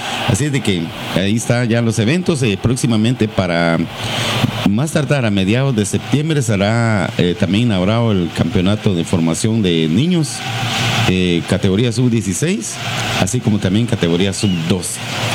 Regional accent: Barberena, Santa Rosa, Guatemala; Yo soy de Barberena, Santa Rosa, estoy un poco antes de Nueva Santa Rosa y de Nueva Santa Rosa, un poco más lejano de Chiquimunía.

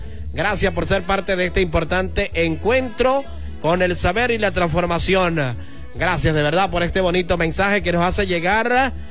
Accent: Caribbean coast, Colombia; moved away; como decimos en la costa norte colombiana

